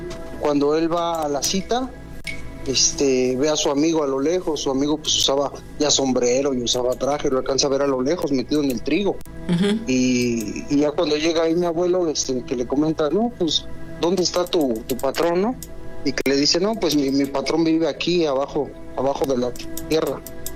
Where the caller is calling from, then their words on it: Mexico City, Mexico; De aquí, de la Ciudad de México.